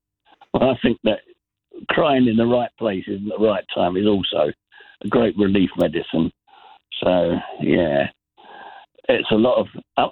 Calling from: Dundee, Scotland, United Kingdom; I'm finally from Dundee.

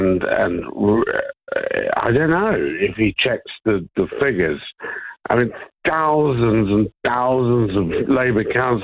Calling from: London, United Kingdom; I'm in Bermondsey.

